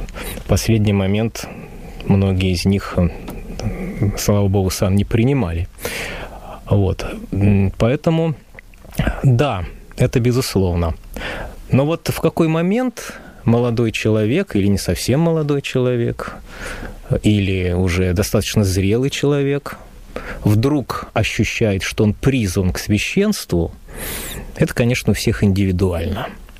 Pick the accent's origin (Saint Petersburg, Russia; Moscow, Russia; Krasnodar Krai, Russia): Saint Petersburg, Russia; Я вырос в Санкт-Петербурге